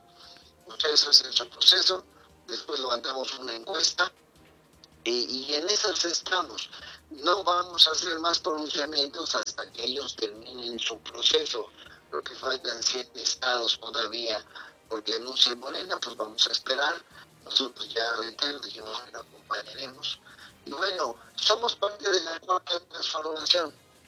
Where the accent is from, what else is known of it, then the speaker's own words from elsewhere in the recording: Mexico; yo como dirigente estatal del Partido del Trabajo, también como mexicano